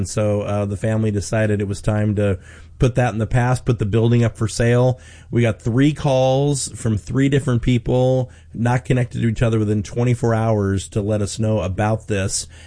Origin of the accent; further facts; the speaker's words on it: Chicago, Illinois, United States; Grew up in the church, so I'm from the Chicago area originally, and so grew up in the church, raised in the church, raised by a single mom